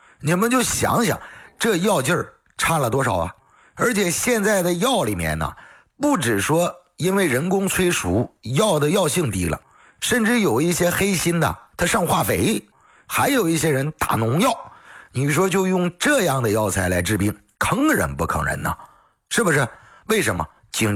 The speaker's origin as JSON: {"language": "Chinese", "region": "Northeast China", "country": "China", "tie": "born or raised there", "accent": "Northeastern", "said": "咱们老家的一句话来讲，开玩笑一样的嘛，是不是？东北话来讲"}